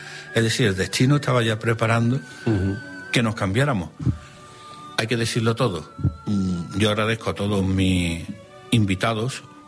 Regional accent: San Juan de Aznalfarache, Andalusia, Spain; Pues Sergio tenía allí en San Juan de Farache, en mi pueblo. Siempre hemos dicho que es la Villa San Juan de Farache, separada de Sevilla, la ciudad, por un puente que cruza el río Guadalquivir.

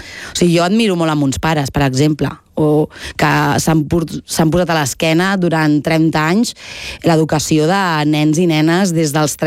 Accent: Barcelona, Catalonia, Spain; jo he viscut al meu barri fins als 27 anys.

